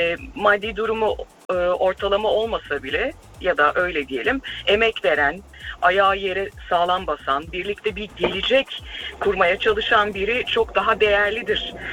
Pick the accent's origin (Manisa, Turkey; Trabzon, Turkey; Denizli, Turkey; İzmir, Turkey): İzmir, Turkey; uzun yıllar haber spikerliği yaptım, TRT geçmişim var, İzmirliyim aslen.